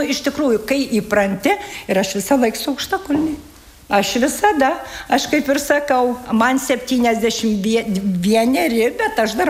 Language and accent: Lithuanian; Kaunas County, Lithuania; now in Ukmergė, Lithuania; Aš kaip sakau, aš esu meilės emigrantė. Meilės emigrantė, atvažiavau čia į Ukmergę ir Ukmergė man iš tikrųjų patiko.